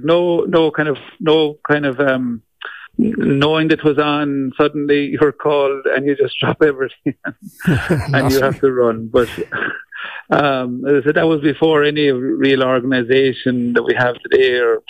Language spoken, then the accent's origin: English; Ballineen, Munster, Ireland; I was born in the last millennia now, this stage, but I was born into a family with a family farm about an hour west of Cork City. It's a little village called Ballinene.